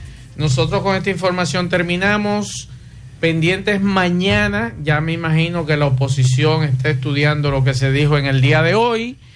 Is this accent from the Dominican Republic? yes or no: yes; Moca, Espaillat, Dominican Republic; yo soy de los granjeros de mi pueblo, Moca.